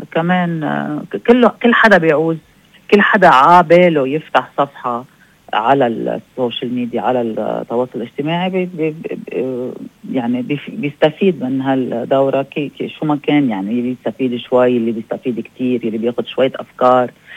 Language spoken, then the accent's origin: Arabic; Lebanon; also born or lived in Canada; now in United States; أنا أول شيء خلقت هوني كيندا بكندا. ليش بدي أقلبها كيندا كندية لبنانية منا أمريكية؟